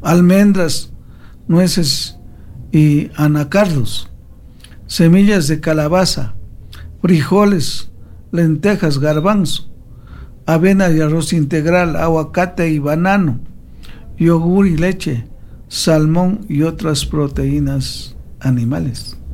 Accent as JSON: {"language": "Spanish", "country": "Ecuador"}